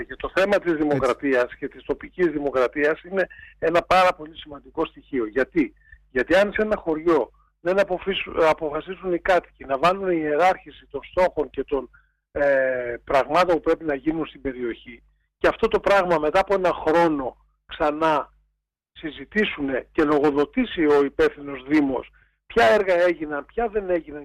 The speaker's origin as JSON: {"language": "Greek", "town": "Kapsala", "country": "Greece", "said": "γιατί όπως σας είπα κατάγομαι από τα Κάψαλα."}